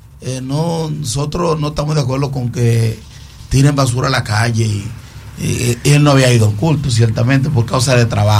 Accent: Dominican Republic

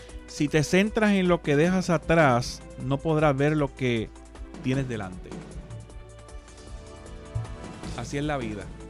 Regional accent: Quebradillas, Puerto Rico; also born or lived in Arecibo; Yo nací en Arecibo, como casi todos los niños de mi época. Y de los primeros días ya, pues en Quebradillas, hasta más o menos como los 18 años.

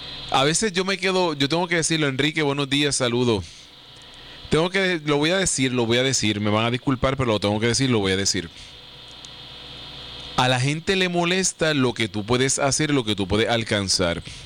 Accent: Puerto Rico

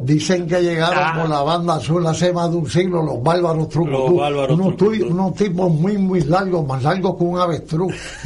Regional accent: Aibonito, Puerto Rico

